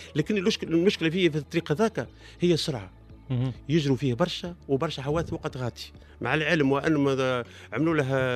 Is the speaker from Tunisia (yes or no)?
yes; Gafsa Governorate, Tunisia; احنا في قفصة